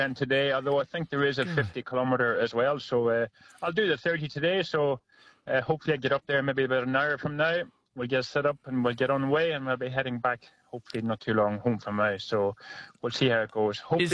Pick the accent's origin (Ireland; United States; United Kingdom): Ireland; moved away as an adult; Yeah, I came over here from Ireland with my family, my wife and two young kids, back in 2011.